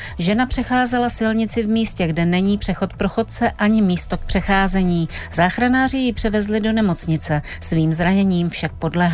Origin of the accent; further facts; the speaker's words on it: Tišnov, South Moravian Region, Czechia; jsem z Tišnova.